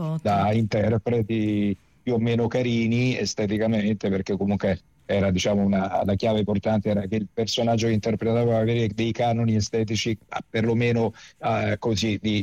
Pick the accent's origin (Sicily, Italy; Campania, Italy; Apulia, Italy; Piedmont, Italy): Campania, Italy; Naples; also born or lived in Castellammare di Stabia; io sono campano, nato a Castellammare, cresciuto e a Napoli.